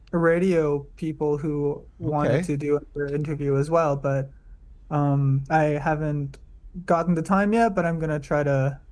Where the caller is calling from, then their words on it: Quebec, Canada; Miss Tisney, Quebec.